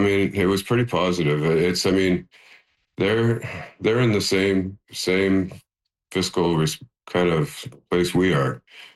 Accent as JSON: {"language": "English", "town": "Thessalon", "region": "Ontario", "country": "Canada", "tie": "born or raised there", "said": "announce another school right here in my hometown of Thessalon for public school."}